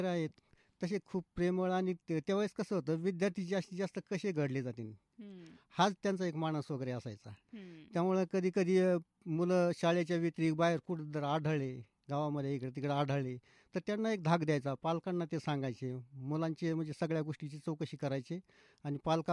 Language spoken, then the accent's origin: Marathi; Tamaswadi, Maharashtra, India; तसं मूळ गाव आमचं तामसवाडीचे, तामसवाडी तालुका नेवासा नगर। तसं प्राथमिक शिक्षण आमचं तामसवाडी जिल्हा परिषद प्राथमिक शाळा तामसवाडी या ठिकाणी झालेलं आहे।